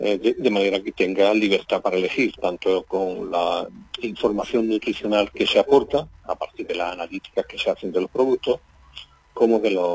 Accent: Valdepeñas de Jaén, Andalusia, Spain; Me formé aquí en la Universidad de Jaén, en mi tierra. Soy de Valdepeña de Jaén, de aquí, un pueblo de aquí al lado.

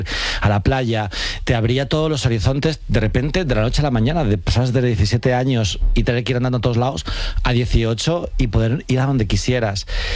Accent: Alcorcón, Community of Madrid, Spain

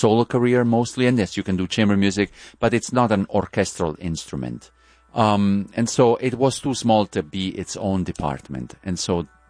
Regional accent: Foggia, Apulia, Italy; In my hometown, Foggia, southeastern Foggia. Italy, yeah.

